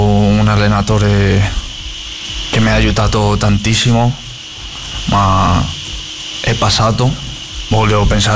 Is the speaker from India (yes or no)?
no; Spain; now in Italy; Sono troppo felice alla fine nel mio paese dove sono cresciuto